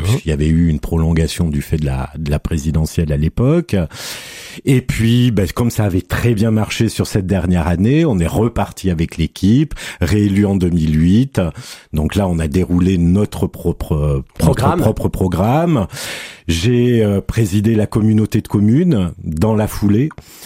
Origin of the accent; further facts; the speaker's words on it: Nouvelle-Aquitaine, France; je suis un enfant du pays, natif de la belle commune d'Écart au sud de Limoges. Donc petite commune, 600 habitants